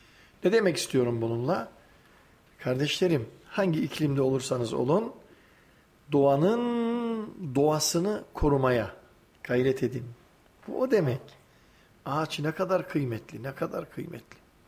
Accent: Eastern Anatolia, Turkey; now in Ankara, Turkey; 110 kilometre ileride benim ilçem.

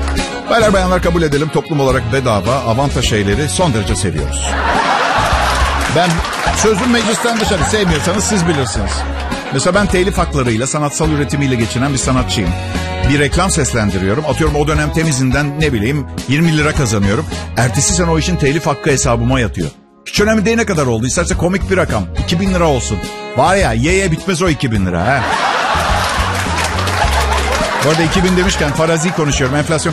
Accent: Istanbul, Turkey; moved away as an adult; now in Bodrum, Turkey; Ben doğma büyüme İstanbul çocuğuyum aslında ama son 5 senedir hayatımı tamamen Bodrum'da sürdürüyorum. Yayınlarım da buradan.

